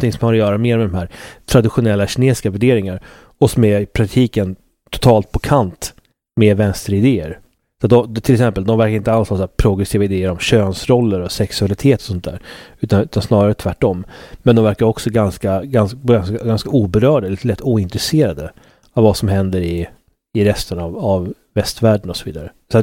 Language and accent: Swedish; Sweden; jag säger Falun för jag är svensk.